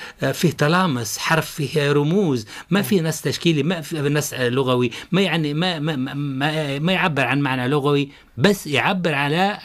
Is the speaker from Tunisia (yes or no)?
yes; Tunisia